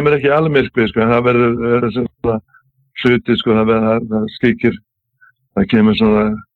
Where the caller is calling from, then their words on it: Hella, Southern Region, Iceland; Ég er frá Hellu